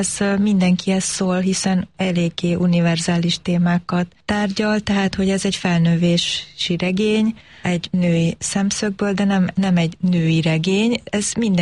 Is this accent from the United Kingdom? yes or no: no; Canada; born or raised there; first language English; Hungarian is a second language; moved away as an adult; now in Hungary